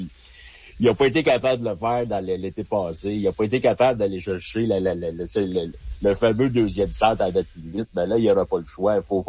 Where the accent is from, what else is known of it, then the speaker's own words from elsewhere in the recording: Canada; moi, en tant que Canadien, je m'en fous un peu.